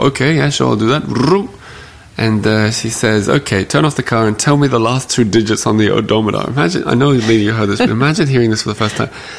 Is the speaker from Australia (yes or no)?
yes; Australia; now in Paris, France; as an Australian, I'm driving on the wrong side of the road, a manual that I'm not used to, in a language that's not my first, not really even my second